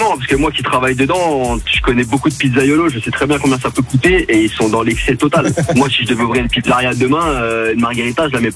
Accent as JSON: {"language": "French", "town": "Lyon", "region": "Auvergne-Rhône-Alpes", "country": "France", "said": "Salut tout le monde, ça va, vous allez bien? Je suis de Lyon moi."}